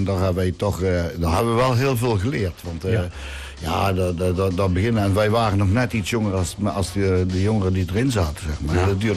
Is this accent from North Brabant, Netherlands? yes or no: yes; Reek, North Brabant, Netherlands; also born or lived in Velp; We komen eigenlijk uit Velp, maar toen, zijn we, toen ik 4 was, zijn we naar de Reek gegaan